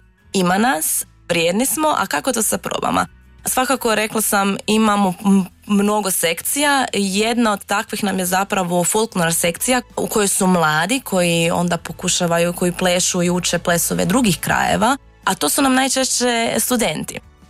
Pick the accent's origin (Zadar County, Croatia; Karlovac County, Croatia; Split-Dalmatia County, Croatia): Karlovac County, Croatia; Tako je, ja kažem jedino pravo Zagorje.